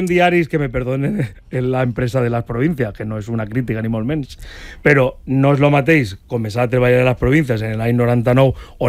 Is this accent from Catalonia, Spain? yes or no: no; Valencian Community, Spain; com a valencià